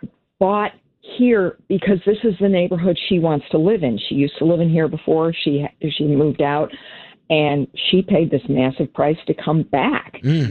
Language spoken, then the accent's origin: English; Evanston, Illinois, United States; born there; I was born in Evanston, and God willing, I'll die here